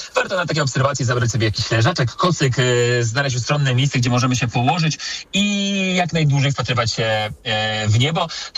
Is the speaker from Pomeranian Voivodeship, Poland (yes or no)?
no; Warsaw, Masovian Voivodeship, Poland